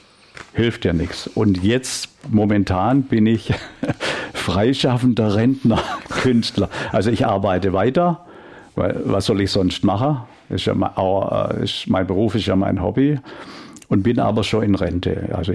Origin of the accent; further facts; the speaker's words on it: Weiler in den Bergen, Baden-Württemberg, Germany; Bin geboren in Weiler in den Bergen. Das ist noch kleineres Kuhnest. Bin also unter Bauern aufgewachsen